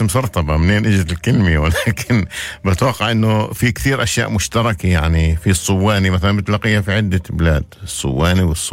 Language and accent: Arabic; Northern District, Israel; نقدر نقول حوض متوسطية، ما أنا على أساس من الجليل، أنا بعرفها من الجليل